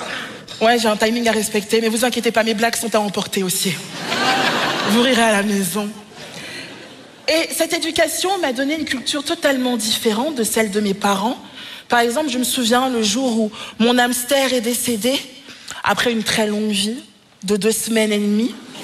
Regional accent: Wallonia, Belgium; Je viens du Bourinage

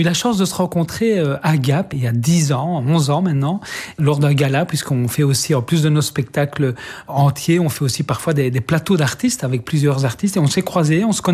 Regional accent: Liège, Wallonia, Belgium; moved away; à Liège, c'est là où j'ai grandi, c'est là où ma maman a toujours son appartement. Et puis, Liège, c'est évidemment mes racines et j'ai toujours un grand plaisir d'y retourner, j'en ai besoin.

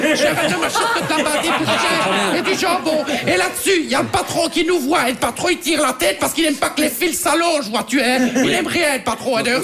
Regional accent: Belgium; Je suis belge, je suis en crise.

